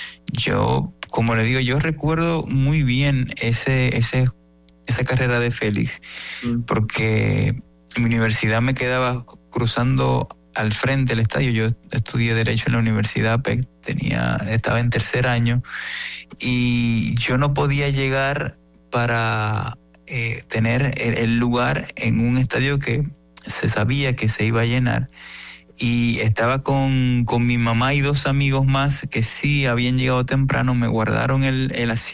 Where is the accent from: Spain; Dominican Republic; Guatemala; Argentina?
Dominican Republic